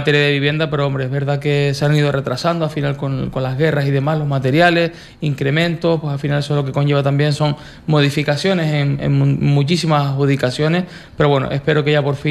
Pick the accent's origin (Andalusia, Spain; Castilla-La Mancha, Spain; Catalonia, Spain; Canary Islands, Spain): Canary Islands, Spain; Arrecife; vengo del barrio de Argana Alta